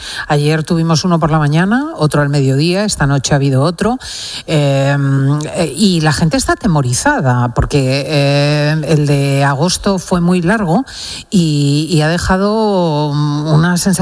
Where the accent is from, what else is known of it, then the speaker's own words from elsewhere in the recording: Madrid, Community of Madrid, Spain; porque para quienes venimos de Madrid, por ejemplo, en mi caso, es un susto.